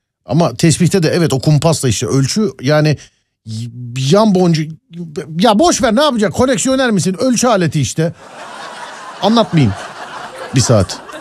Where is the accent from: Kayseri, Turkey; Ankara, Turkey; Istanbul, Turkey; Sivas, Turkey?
Kayseri, Turkey; Ben Kayseriliyim.